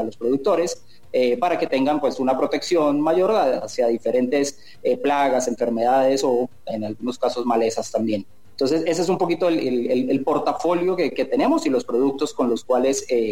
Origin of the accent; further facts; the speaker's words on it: Colombia; moved away as an adult; now in Mexico; Soy colombiano, sí. Colombiano, bueno. Viviendo hace algunos años en el exterior.